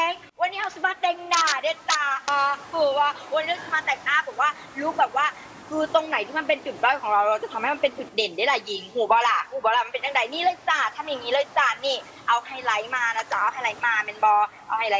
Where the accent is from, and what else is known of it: Phang Nga, Thailand